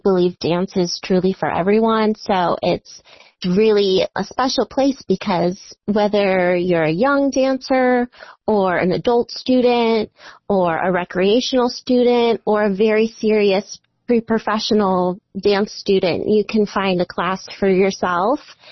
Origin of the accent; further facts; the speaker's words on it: Illinois, United States; moved away as an adult; also born or lived in Kansas City; Sure. Well, I grew up in the Chicago suburbs, and I started my serious dance training at Judith Follander School of Ballet.